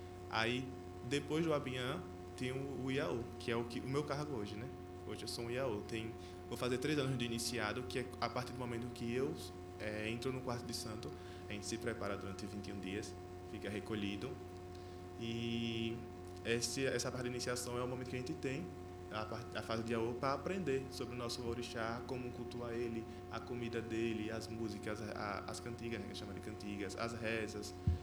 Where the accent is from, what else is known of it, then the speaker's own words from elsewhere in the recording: Lagarto, Sergipe, Brazil; eu sou daqui do Lagarto